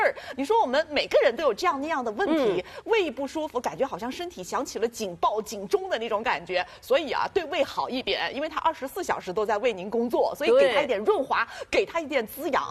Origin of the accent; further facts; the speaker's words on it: China; 我们中国人不是那种吃饭方式啊